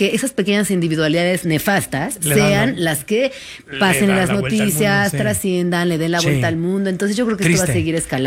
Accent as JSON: {"language": "Spanish", "town": "Tijuana", "region": "Baja California", "country": "Mexico", "said": "Yo de Tijuana."}